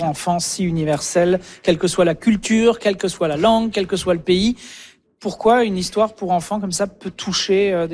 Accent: Saguenay, Quebec, Canada; born there; Dubuc, dans ma ville natale.

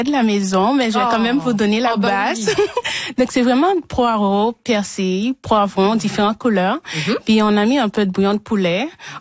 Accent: Haiti; Oui, c'est pas comme Martinique ou la Guadeloupe. Chez nous, en Haïti, c'est vraiment, oui.

